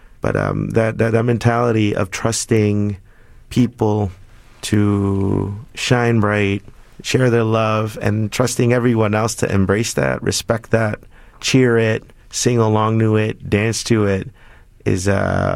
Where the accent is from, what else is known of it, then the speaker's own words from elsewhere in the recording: Chicago, Illinois, United States; Growing up in Pilsen for close to 35 years